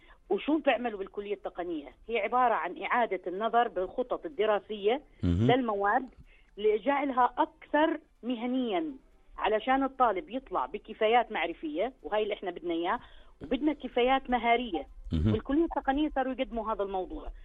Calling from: Jordan; إحنا هون بالأردن

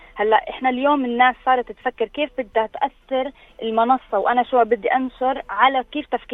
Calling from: Jordan; عندنا في الأردن

